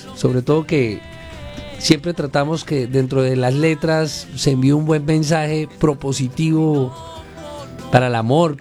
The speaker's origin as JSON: {"language": "Spanish", "town": "Pamplona", "region": "Norte de Santander", "country": "Colombia", "tie": "born there", "also_born_or_lived": "United States", "moved": "yes", "lives_now": "Cúcuta, Colombia", "said": "o sea, eso es un apodo que me puso un tío en Pamplona, que sí. Es mi ciudad natal."}